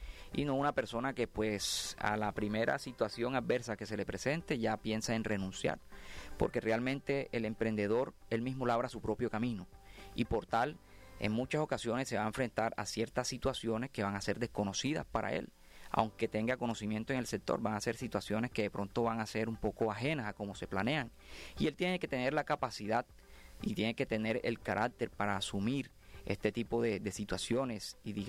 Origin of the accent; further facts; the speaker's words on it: Colombia; nosotros como seres humanos, incluso nosotros como latinoamericanos, colombianos, somos muy poco dados a la paciencia.